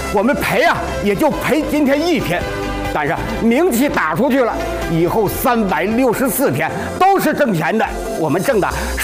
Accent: Northeast China, China; 人参是我们东北一大宝，我们那有句土话说，一两黄金一两货，鹤发童颜百年活。我们自己挖参也吃参，炖汤煲粥，滋养得很。去过我们东北的都知道，五六十岁不算老，七八十岁还满山跑。

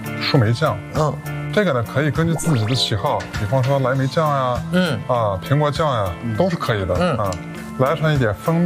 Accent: Xinjiang, China

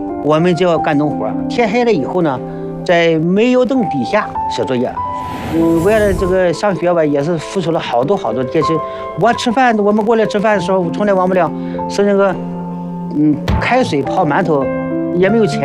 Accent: Shandong, China; also born or lived in Jinan, Shandong; 我是出生在那个我们鲁山市的一个偏远的小山村里面。

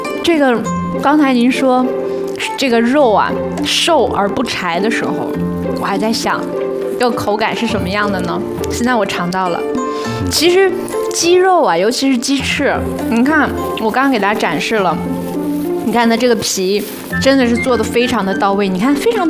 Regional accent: Northeast China, China

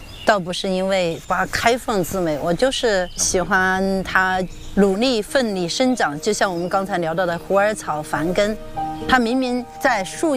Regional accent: Hunan, China; 我们湖南的人

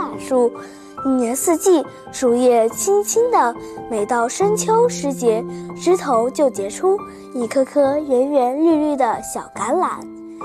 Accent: Chaoshan, Guangdong, China; moved away; 无论我以后走到哪里，也不会忘记生我养我的潮汕故乡。

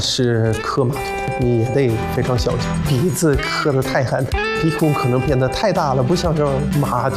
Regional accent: Norway; Chinese is a second language; 我来自挪威，

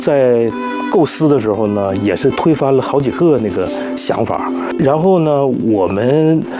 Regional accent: China; 我们中国人

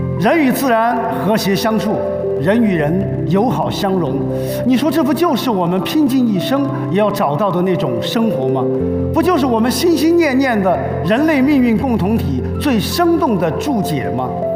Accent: Sichuan, China; 我们作为一个四川人，我太骄傲了。

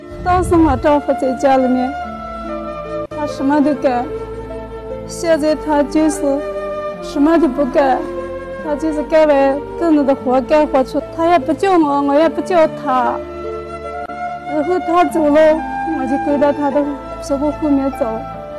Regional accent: Gansu, China; 我是甘肃的。

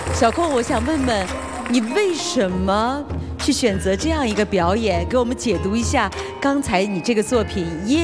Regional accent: Suzhou, Jiangsu, China; 因为我就是苏州人啊，

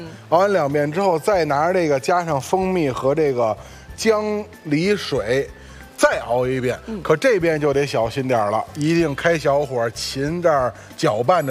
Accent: Beijing, China; 我记得我们小时候啊，北京有一个产西瓜特别有名的叫庞各庄，

